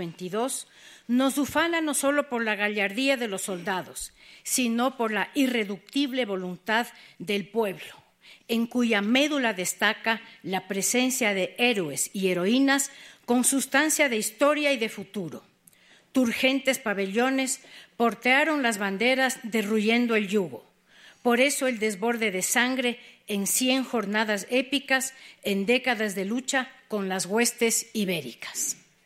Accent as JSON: {"language": "Spanish", "town": "Quito", "region": "Pichincha", "country": "Ecuador", "said": "Como quiteños, desbordamos un especial orgullo frente a los acontecimientos dados en esta región geográfica de América y del Ecuador."}